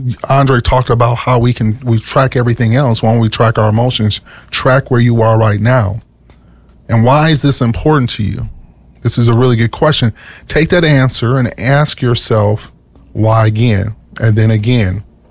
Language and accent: English; Minnesota, United States; also born or lived in the South (US); I grew up here